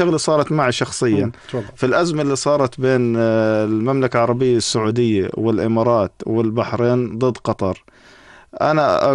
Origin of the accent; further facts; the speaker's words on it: Jordan; احنا عندنا في الاردن